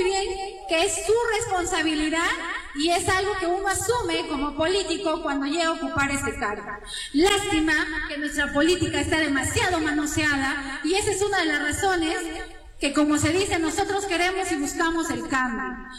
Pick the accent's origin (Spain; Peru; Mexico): Peru; Urubamba, Cusco; como ciudadana cajarurina, como cubambina, y con ese amor que siento por mi tierra, por mi pueblo que me ha visto nacer y crecer y desarrollarme en muchos sentidos, como profesional, como comerciante y en todo mi ámbito